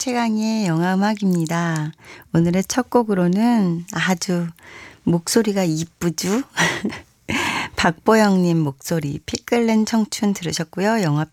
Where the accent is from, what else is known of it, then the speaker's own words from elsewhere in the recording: Seoul, South Korea; 저는 서울이에요.